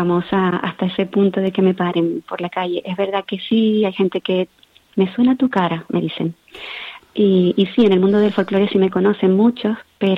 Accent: Sabinosa, Canary Islands, Spain; moved away as an adult; now in Frontera, Spain; yo también pasé muchos momentos de mi infancia en el Pozo de la Salud, que es justo el pueblo que está debajo de Sabinosa.

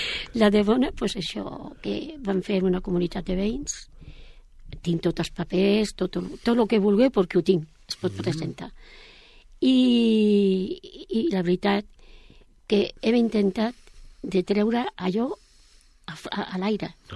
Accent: Cunit, Catalonia, Spain; per tothom igual.

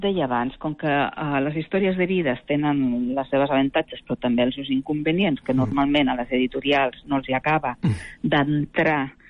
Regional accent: Catalonia, Spain; jo sóc del Vallès Oriental.

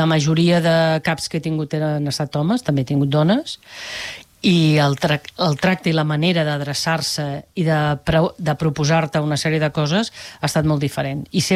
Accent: Barcelona, Catalonia, Spain; born there; Sí, vaig néixer a Barcelona.

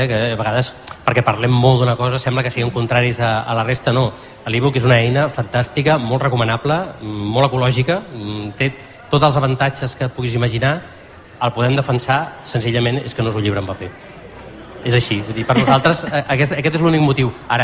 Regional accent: Sant Boi de Llobregat, Catalonia, Spain; jo sóc autor de Sant Boi

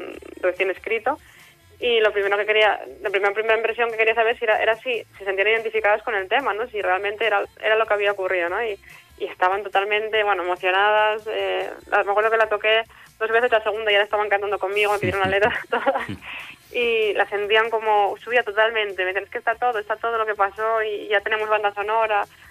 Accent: Asturias, Spain; Y a mí me sorprendió que yo no fuera, siendo sobre todo asturiana, ¿no?

